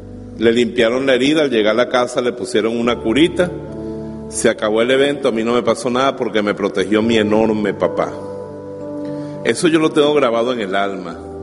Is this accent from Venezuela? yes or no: yes; Bejuma, Carabobo, Venezuela; Cuando yo estaba pequeño, un día fuimos a la hacienda Santa María que quedaba frente a mi pueblo en Bejuma.